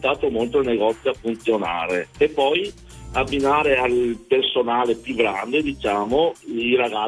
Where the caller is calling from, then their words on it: Veneto, Italy; Io sono della provincia di Padova.